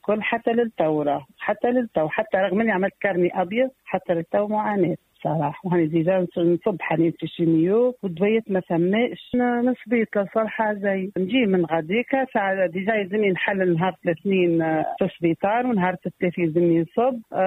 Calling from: Sbeitla, Kasserine Governorate, Tunisia; من ولاية القصري معتدي سبيت

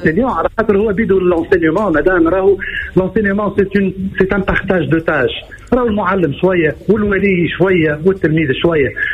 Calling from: Tunis, Tunis Governorate, Tunisia; أنا من تونس.

